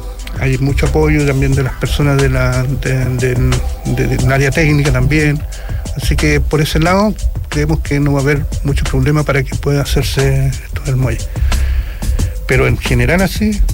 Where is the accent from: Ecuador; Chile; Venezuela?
Chile; Antofagasta; also born or lived in Chuquicamata / Calama / Tocopilla; Nosotros somos profundamente de acá, de esta región. Más que antofagastino, sino que de este territorio, del desierto. O sea, yo llegué a los dueños a Chuquicamata, mi papá trabajó ahí. Vivo en Antofagasta, vivo en Calama, iba a veranear a Tocopilla.